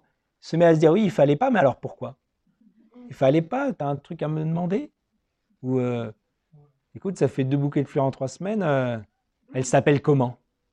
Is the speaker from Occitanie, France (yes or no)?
no; Metz, Grand Est, France; born there; moi je suis né à Metz en France